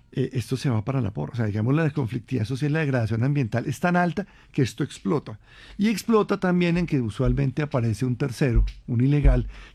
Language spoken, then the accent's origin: Spanish; Colombia; Si nosotros como colombianos entendemos e interiorizamos